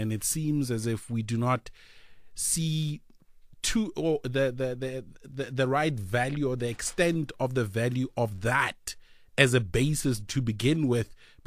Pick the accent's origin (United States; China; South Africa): South Africa; And I mean, as a South African for myself, speaking, you know, multiple languages